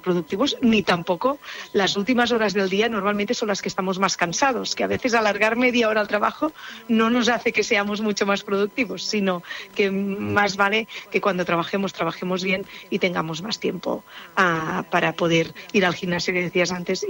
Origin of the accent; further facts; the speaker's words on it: Spain; Recordemos que en España somos el país de la Unión Europea que nos íbamos a dormir más tarde